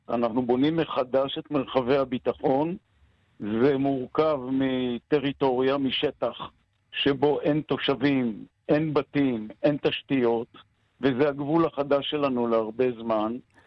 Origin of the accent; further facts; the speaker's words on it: Ein Gev, Northern District, Israel; מאז שאני זוכר את עצמי כנער בקיבוץ עין גב, והסורים מעל הראש שלנו.